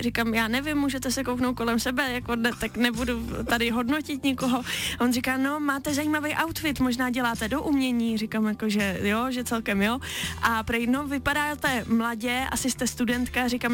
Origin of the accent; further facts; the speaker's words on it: Prague, Czechia